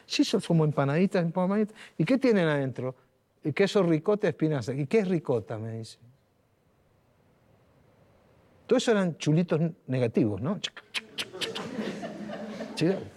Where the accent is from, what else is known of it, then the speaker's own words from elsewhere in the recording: Italy; A mí me encanta cocinarme a mí solo, como buen italiano.